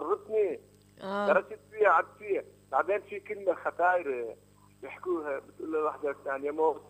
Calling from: Nablus, West Bank, Palestine; accent: Nablusi; قلت الأمانة أنت نابلسي قلت له أنا نابلسي شو يعني عرفني من لهجتي

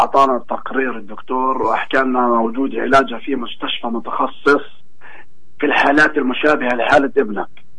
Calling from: Bethlehem, West Bank, Palestine; من بيت لحم.

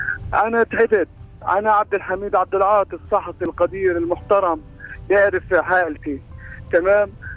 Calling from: Gaza, Gaza Strip, Palestine; أنا بحكي معك من غزة

